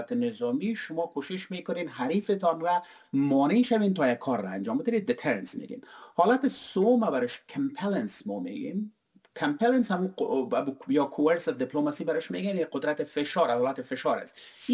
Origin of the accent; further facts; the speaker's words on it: Herat, Afghanistan; moved away; ما اصالتا از هرات هستیم،